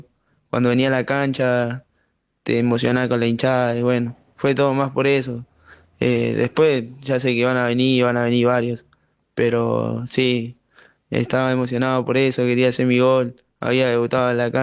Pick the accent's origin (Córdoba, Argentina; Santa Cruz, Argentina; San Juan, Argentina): Córdoba, Argentina; Vengo de Córdoba Capital, barrio Ituzaingó. Llegué al club en 2023, en agosto.